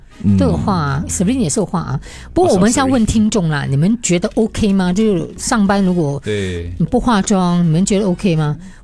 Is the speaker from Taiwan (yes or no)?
no; Singapore; 这不是我们新加坡人的习惯。